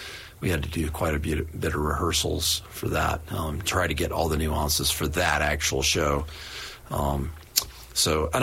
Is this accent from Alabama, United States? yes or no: yes; Alabama, United States; also born or lived in North Carolina; Well, it's my southern roots. You know, I grew up in Alabama and North Carolina